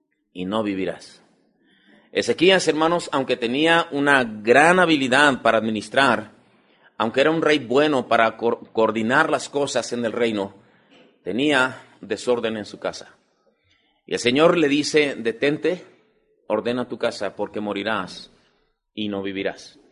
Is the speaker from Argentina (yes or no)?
no; Mexico; Como mexicanos, como hispanos